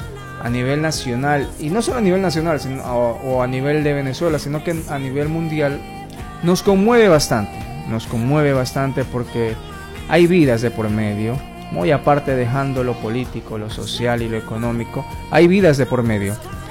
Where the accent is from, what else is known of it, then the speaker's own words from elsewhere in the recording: Ecuador; como ecuatorianos que somos